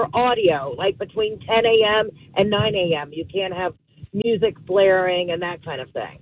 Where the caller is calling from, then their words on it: New Hope, Pennsylvania, United States; I live in New Hope, so we follow Solbury Township.